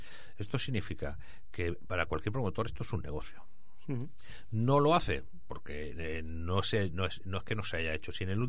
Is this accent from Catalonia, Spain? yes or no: yes; El Prat de Llobregat, Catalonia, Spain; yo que soy del Prat de toda la vida, cuando yo era pequeño y alguien me hablaba de un turista en el Prat, pues me parecía como una cosa excepcional.